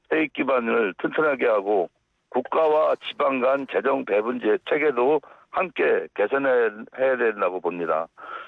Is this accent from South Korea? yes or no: yes; Anseong, Gyeonggi Province, South Korea; 네, 안성에서 태어나고 지금까지 안성을 지키고 있습니다.